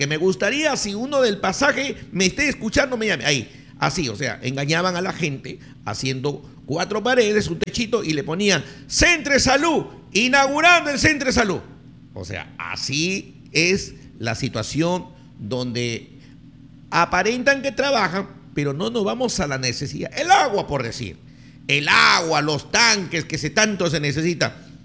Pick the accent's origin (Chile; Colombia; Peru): Peru; Olmos, Lambayeque; Esos somos los olmanos, y discúlpame porque mi pueblo de Olmos, Jorge, y mi pueblo de Olmos